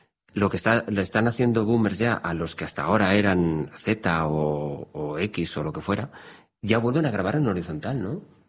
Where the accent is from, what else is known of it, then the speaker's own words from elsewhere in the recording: Valencian Community, Spain; Siendo yo valenciano es una expresión complicada.